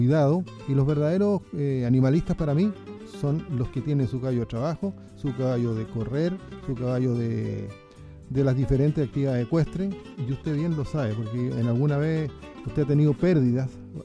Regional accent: Colina, Santiago Metropolitan Region, Chile; nosotros como Colina

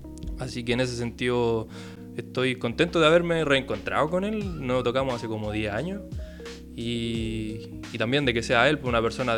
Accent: Rancagua, O'Higgins, Chile; born there; now in San Bernardo, Chile; De San Bernardo. Pasa que yo no vivía aquí antes. Yo no nací acá, de hecho. ¿Cachai? Yo nací en Rancagua. Llevo acá como 3, 4 años, una cosa así.

